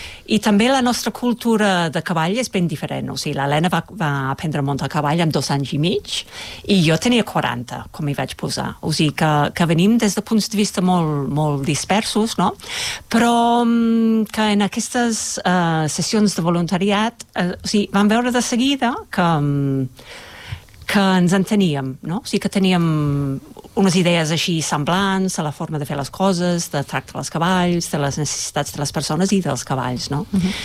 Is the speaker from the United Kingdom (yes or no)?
yes; England, United Kingdom; accent: English; Catalan is a second language; moved away; Que jo soc anglesa, l'Helena és catalana, jo tinc, o sigui, el doble d'anys que l'Helena, no?